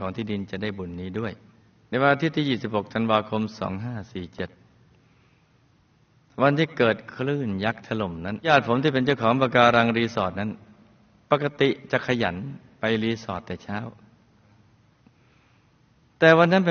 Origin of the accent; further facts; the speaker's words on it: Phang Nga, Thailand; born there; ผมเกิดในครอบครัวชนบทจังหวัดพังงา